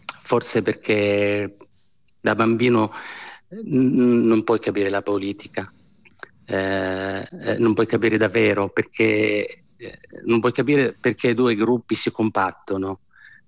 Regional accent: Amman, Amman Governorate, Jordan; moved away; Io sono nata ad Amman, sono cresciuta in una famiglia numerosa, in una casa dove c'era affetto, tradizione, religione, ma anche tante domande.

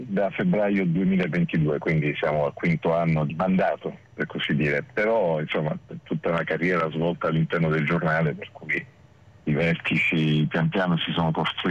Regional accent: Apulia, Italy; nel mio paese, ad Alessio

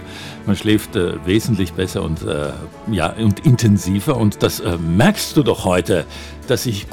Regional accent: Merano, Trentino-Alto Adige, Italy; ich bin ja aus Meran

